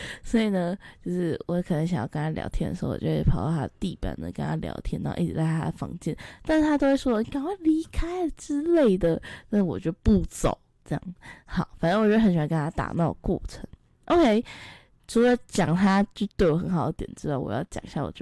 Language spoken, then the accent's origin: Chinese; Kaohsiung, Taiwan; 我住乡下，我们都住乡下，我住三合院。哦，顺便分享一下那个这次呢我出队的地方就刚好是我的家乡高雄市美浓区的东门国小，然后那个地方也蛮偏乡的，所以呢我小时候住在偏乡。